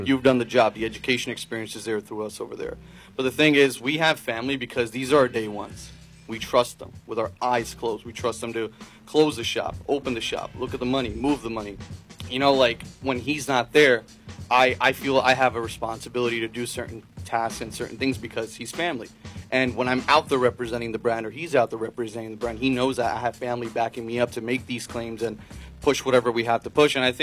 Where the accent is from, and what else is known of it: Queens, New York, United States